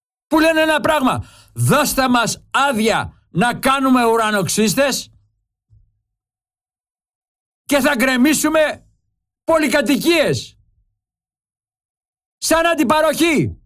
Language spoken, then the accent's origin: Greek; Greece; σαν Έλληνας πολίτης φορολογούμενος